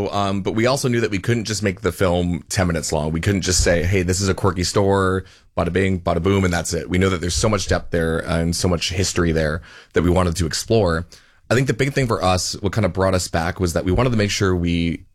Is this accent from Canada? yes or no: yes; Nova Scotia, Canada; So I'm from Nova Scotia.